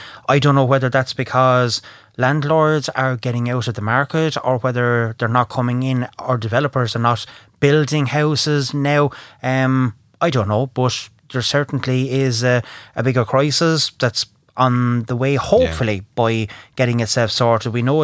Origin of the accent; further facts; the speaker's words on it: Ireland; although we're not happy, we're Irish people.